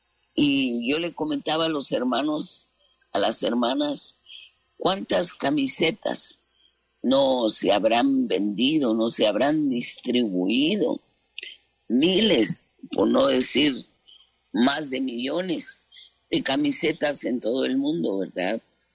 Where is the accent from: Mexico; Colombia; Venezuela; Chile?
Mexico; now in Phoenix, United States; yo soy de México